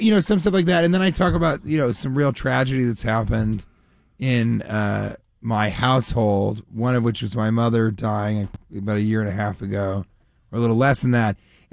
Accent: Denver, Colorado, United States; Denver, where I'm from

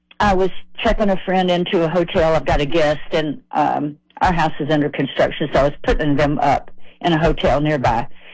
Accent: Nashville, Tennessee, United States; all the people that I grew up around in Nashville, Tennessee

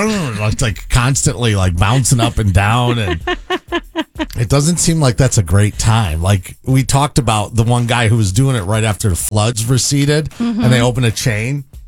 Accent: Addison, Illinois, United States; moved away as an adult; now in McHenry County, Illinois, United States; I'm from the Western Burbs, from Addison.

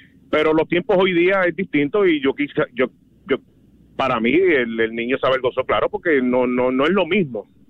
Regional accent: Puerto Rico; Bueno, yo soy puertorriqueño y mi papá fue policía en Puerto Rico para los años, vamos a decir, 70, 80.

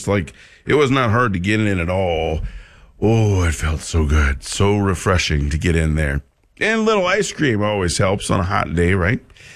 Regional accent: Tripp, South Dakota, United States; Both of those were shot in my hometown of Tripp.

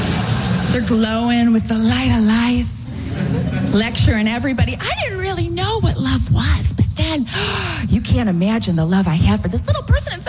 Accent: Midwest, United States; moved away; I am originally from the Midwest.

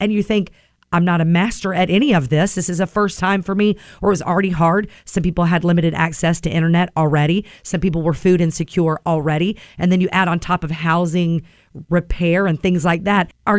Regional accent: Florida, United States; now in Waynesville, United States; because I'm from Florida. And so and live in Waynesville.

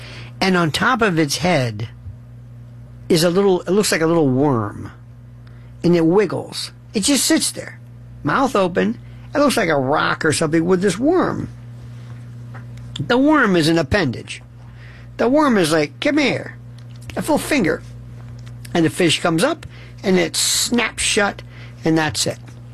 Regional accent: Florida, United States; I was raised in Florida.

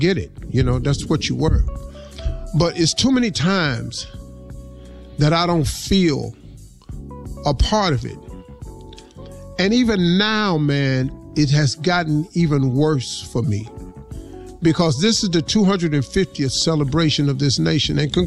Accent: Welch, West Virginia, United States; I grew up in Welch, West Virginia. I saw colored only water fo

